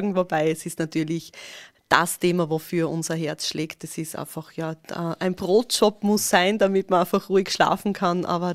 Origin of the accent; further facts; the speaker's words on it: Söchau, Styria, Austria; Ich komme ja aus Söcher bei Fürstenfeld